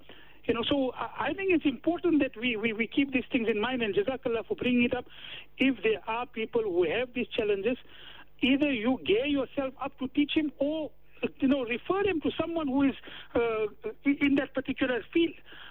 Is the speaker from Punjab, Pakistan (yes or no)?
no; Karachi, Sindh, Pakistan; moved away; Previously, when we came from Karachi and we were put into madrasa teaching, we didn't have any other way of teaching other than beating up.